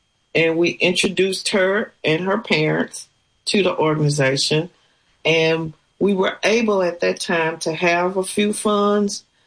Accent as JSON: {"language": "English", "town": "Alexandria", "country": "United States", "tie": "born or raised there", "said": "It's been very interesting because Alexandria is my hometown. I came back here after 20 years of living in a 8 million metropolis area."}